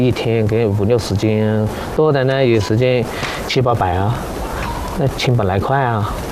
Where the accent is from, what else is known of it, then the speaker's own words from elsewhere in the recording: Guizhou, China; 我们一出生就是吃了这个水长大的，看着这个河长大的，